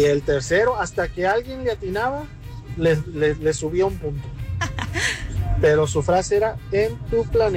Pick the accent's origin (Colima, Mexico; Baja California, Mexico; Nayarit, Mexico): Baja California, Mexico; Ensenada; moved away as an adult; now in San Diego, United States; soy de Ensenada. Y acá andamos en San Diego. Viviendo, pero pues yo hice la prepa en Ensenada, en el Cebatis.